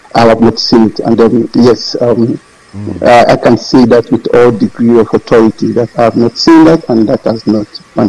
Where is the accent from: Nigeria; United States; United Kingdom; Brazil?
Nigeria; now in South Africa; I still feel proudly Nigerian and proudly an African.